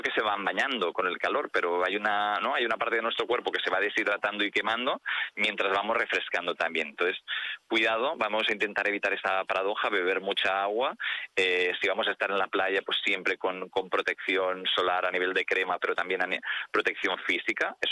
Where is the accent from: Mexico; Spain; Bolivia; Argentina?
Spain; Figueres, Catalonia; en mi tierra, que yo soy del Alt Empordà, de Figueras